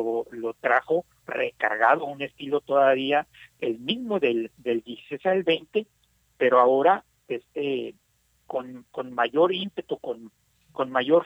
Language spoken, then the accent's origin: Spanish; Mexico; porque me dio vergüenza como mexicano que el presidente de México no estuviera erguido mínimamente